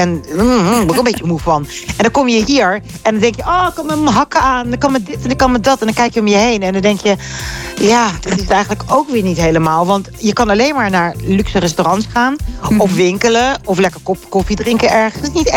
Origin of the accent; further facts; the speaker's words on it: Netherlands; moved away as an adult; also born or lived in England; now in Curaçao; Ik ben geboren in Nederland. Ik ben op de school geweest in Nederland.